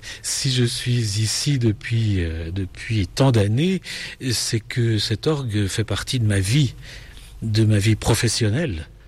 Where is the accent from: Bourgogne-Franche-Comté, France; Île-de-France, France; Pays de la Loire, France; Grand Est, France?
Bourgogne-Franche-Comté, France; Besançon; à Besançon, ma ville natale